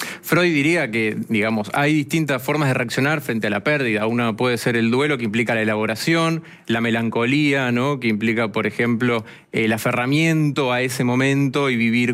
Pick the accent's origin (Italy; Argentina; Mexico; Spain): Argentina